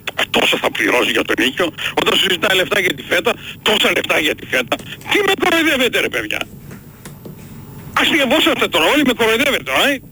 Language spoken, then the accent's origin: Greek; Greece; moved away; Εγώ είμαι 40 χρόνια φευγάζω έξω και έχω δικαίωμα να το μιλήσω. Αλλά είμαι Έλληνας, right?